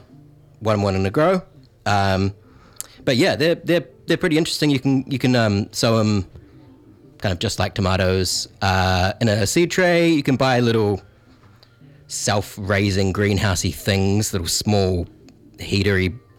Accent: Christchurch, Canterbury, New Zealand; I'm from South Island, Christchurch, and we didn't grow tomatillos.

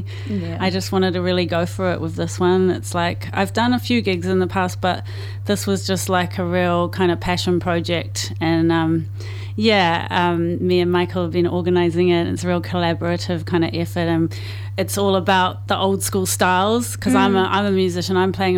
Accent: New Zealand; My mum's English Jamaican, my dad's Canadian, but I grew up as a Kiwi

